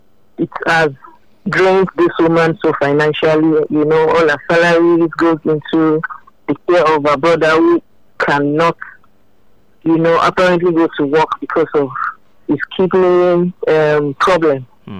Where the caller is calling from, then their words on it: Nigeria; I'm calling from Jishaga.